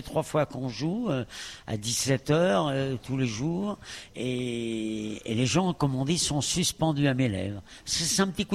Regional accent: Paris, Île-de-France, France; De Paris. Moi, je suis parisien au départ.

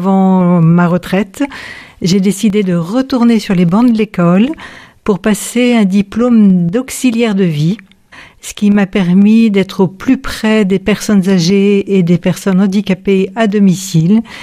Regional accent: Versailles, Île-de-France, France; moved away as an adult; now in Ain, France; mon père qui était militaire a posé ses valises à Versailles et donc j'ai grandi à Versailles.

